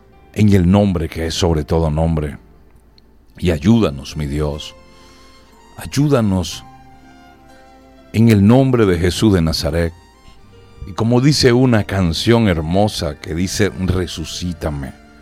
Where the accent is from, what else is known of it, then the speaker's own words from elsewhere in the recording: Venezuela; de nosotros, los venezolanos.